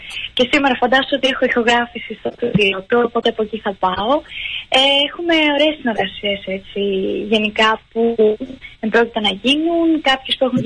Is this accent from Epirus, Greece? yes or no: no; Lefkonas, Serres, Central Macedonia, Greece; moved away as an adult; now in Volos, Greece; Κατάγομαι από το Λευκό Νασερών. Ήμουν φοιτήτρια στο Βόλο.